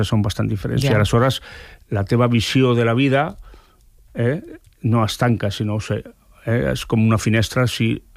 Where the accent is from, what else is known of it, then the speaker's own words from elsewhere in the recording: San Sebastián, Basque Country, Spain; also born or lived in Navarre; jo sóc de Sant Sebastià i soc navarro.